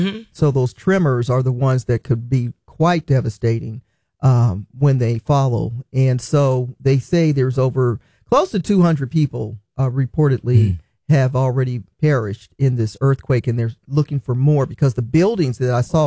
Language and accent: English; California, United States; You know, growing up in California, you're going to always deal with earthquakes.